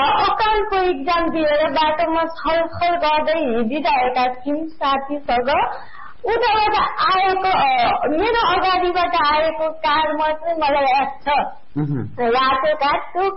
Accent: Sharada, Karnali Province, Nepal; मेरो घर चाहिँ सल्यान शारदा नगरपालिका 1।

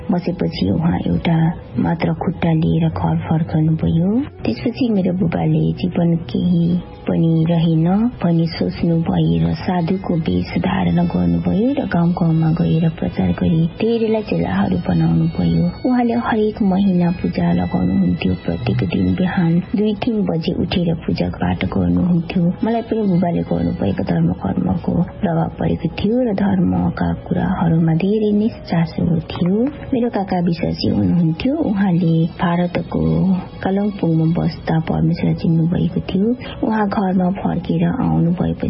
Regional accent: Dolakha, Bagmati, Nepal; मेरो गाउँ दोलखाको एक विकट ठाउँमा छ त्यो समयमा गाउँको नजिक स्कुलहरू थिएनन्

